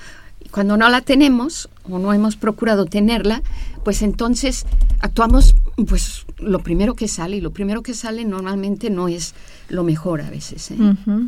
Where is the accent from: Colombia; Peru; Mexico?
Mexico; also born or lived in Mexico City; yo soy mexicana. Y he vivido en México, la capital, dos terremotos bastante importantes.